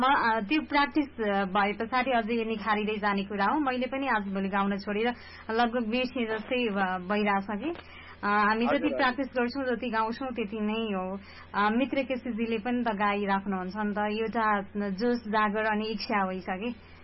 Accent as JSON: {"language": "Nepali", "town": "Waling", "region": "Gandaki Province", "country": "Nepal", "tie": "born or raised there", "said": "हो हो मेरो घर वालिङै हो।"}